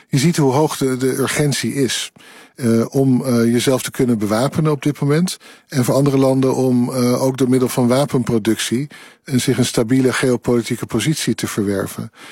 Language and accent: Dutch; Netherlands